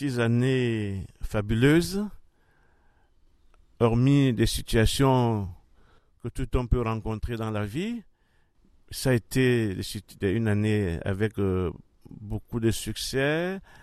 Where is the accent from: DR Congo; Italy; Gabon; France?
Gabon; Libreville, Estuaire; Donc je suis prêtre originaire du diocèse de Libreville.